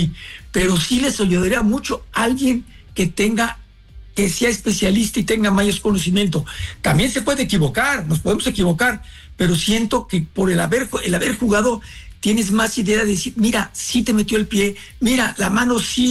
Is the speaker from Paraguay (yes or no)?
no; Mexico; Yo como mexicano